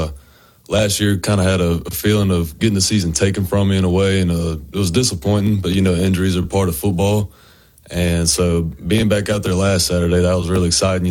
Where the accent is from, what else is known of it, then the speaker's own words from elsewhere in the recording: Baton Rouge, Louisiana, United States; moved away as an adult; now in Ruston, United States; growing up in South Louisiana